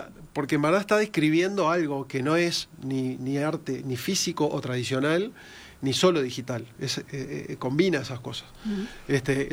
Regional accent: Uruguay; Y nosotros como uruguayos tenemos eso de que nuestra identidad está muy relacionada con lo que es las olas migratorias, y todos venimos de algunas familias que vienen de otros lados.

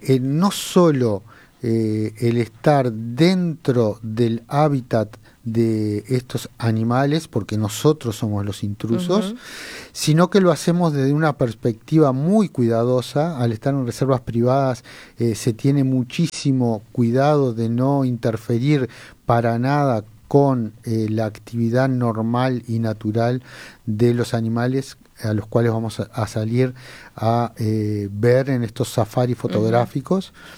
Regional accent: Uruguay

